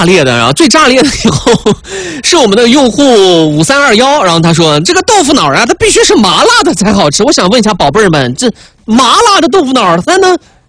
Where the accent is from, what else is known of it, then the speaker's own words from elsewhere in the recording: Northwest China, China; 我是西北的，我们都属于北方